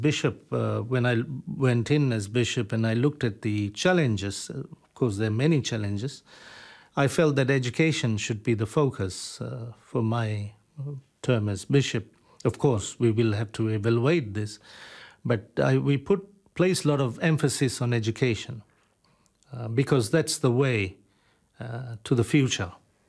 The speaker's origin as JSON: {"language": "English", "country": "Fiji", "tie": "born or raised there", "moved": "yes", "said": "I'm not from Kiribati. I'm born in Fiji. I was brought up in Fiji."}